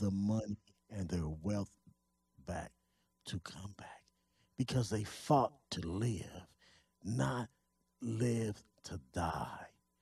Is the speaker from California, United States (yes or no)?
yes; Pomona, California, United States; I have to give a shout out to the brother that was from my hometown of Pomona that went out in space.